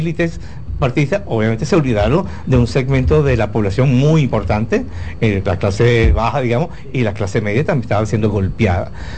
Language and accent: Spanish; Venezuela; moved away; Para el año en que yo salí de Venezuela, incluso yo salí mucho antes que Chávez asumiera el cargo de presidente